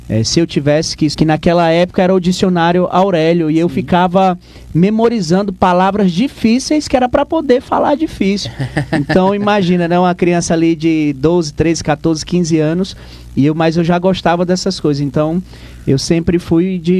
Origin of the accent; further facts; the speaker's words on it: Brasiléia, Acre, Brazil; moved away as an adult; Isso, natural, brasileiro. E sou de lá, sou do Acre. Extremo norte, na divisa com a Bolívia.